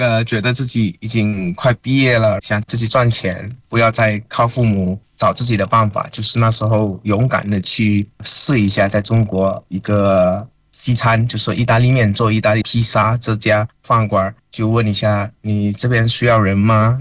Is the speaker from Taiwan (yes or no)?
no; Indonesia; 然后那时候我才5岁，然后我们开始小学的时候，我们班里面只有4到5个华裔的小孩啊，包含我，